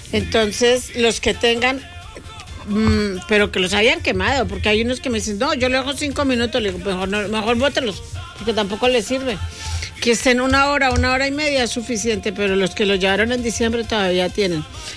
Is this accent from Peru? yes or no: no; Colombia; yo soy colombiana